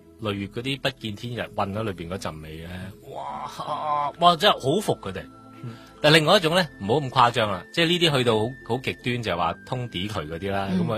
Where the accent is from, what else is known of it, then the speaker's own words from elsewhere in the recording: China; 嗱，呢啲我哋中国人有少